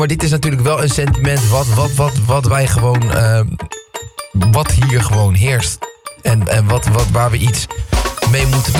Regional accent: Netherlands; Want ik voel me Nederlander, ik ben Nederlander. Buiten dat ik ook een klein beetje bloed heb wat bijvoorbeeld ergens anders vandaan komt.

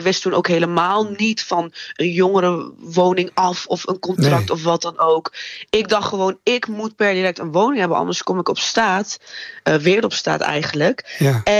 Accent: Rotterdam, South Holland, Netherlands; want ik kom zelf uit Rotterdam, op Woonnet Rijnmond.

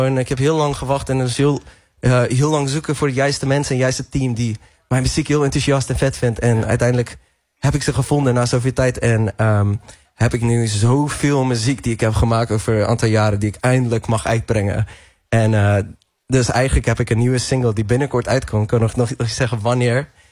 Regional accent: South Africa; Dutch is a second language; Ik ben opgegroeid in Zuid-Afrika.

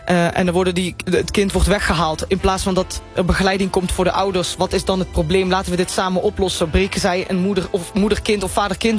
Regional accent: Limburg, Netherlands; Want natuurlijk, ik kom uit Limburg, dus dan gaan ze op plat met me praten.

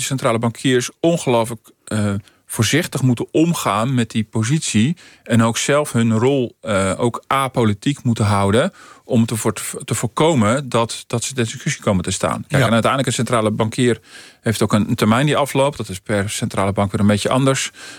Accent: Netherlands; Dat wij als Nederlanders ook vertrouwen blijven houden in die centrale bank

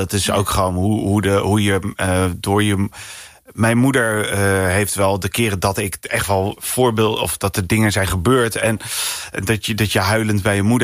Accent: Rotterdam, South Holland, Netherlands; Ja, ik ben een Rotterdammer. Ja, is bij Zalmplaat, is op Rotterdam-Zuid.

